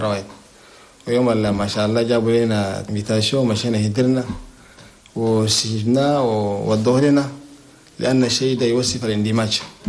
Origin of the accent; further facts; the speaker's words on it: Chad; يساهم في تنمية بلدنا تشاد.